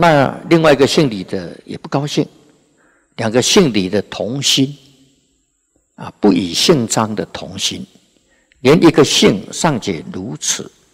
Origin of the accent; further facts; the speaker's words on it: Taiwan; 那个老板呐，那听到我讲话的口音呐，是台湾话啊，那特别亲切，特别亲切啊